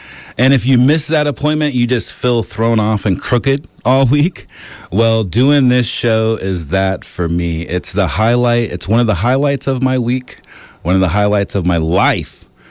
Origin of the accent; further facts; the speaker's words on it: East Coast, United States; And I grew up on the East Coast.